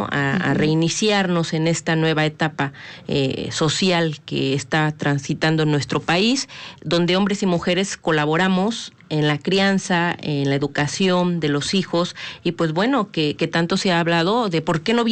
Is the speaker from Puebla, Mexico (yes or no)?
yes; Puebla, Mexico